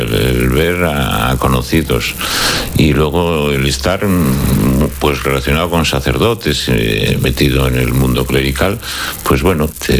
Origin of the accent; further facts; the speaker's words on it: Coyoto parish, Asturias, Spain; born there; now in Tiñana, Spain; Soy bastante mayor que Adrián. Soy nacido en la parroquia de Coyoto y ahora vivo en Tiñana.